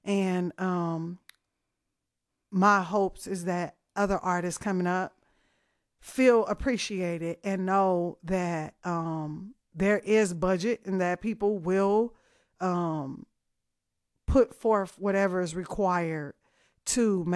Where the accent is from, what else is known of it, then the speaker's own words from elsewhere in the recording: Oakland, California, United States; I am from Oakland, California, but my father is from Austin and my grandmother is from Austin.